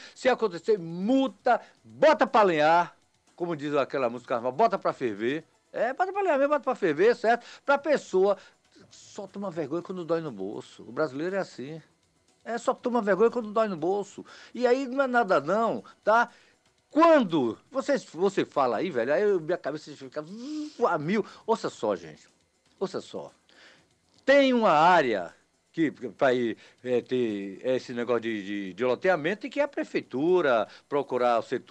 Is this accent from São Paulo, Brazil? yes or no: no; Bahia, Brazil; a educadora 88,5, eu sou do Jacuípe, vou lá e tal, na net, né, rádio net, para poder pegar, ouvir a rádio.